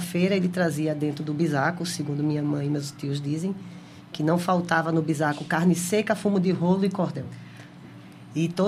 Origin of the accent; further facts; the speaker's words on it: Recife, Pernambuco, Brazil; born there; Eu sou de Recife, nasci em Recife, mas a minha família toda é do sertão do Pajeú.